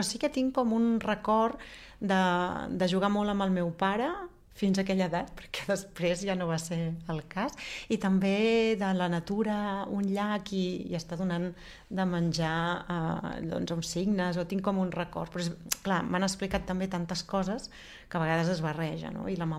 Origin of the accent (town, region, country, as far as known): Manresa, Catalonia, Spain; born there; Catalan is a second language